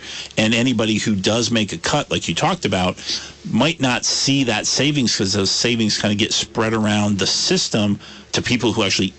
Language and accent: English; Brandon, Vermont, United States; I grew up in Brandon